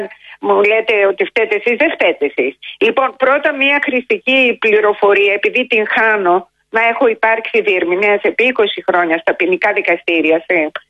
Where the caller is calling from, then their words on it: Greece; όχι ότι εγώ δεν είμαι Ελληνίδα